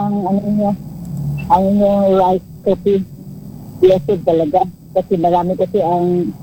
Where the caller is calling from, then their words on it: Central Visayas, Philippines; Negros Oriental po.